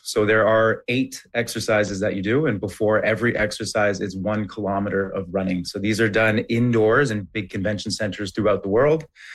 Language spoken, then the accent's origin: English; Ottawa, Ontario, Canada; it's great to have HYROX come to my hometown here in Ottawa.